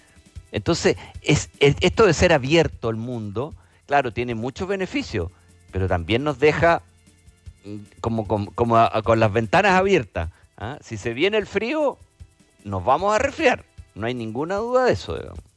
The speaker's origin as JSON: {"language": "Spanish", "country": "Chile", "said": "siendo nosotros los chilenos"}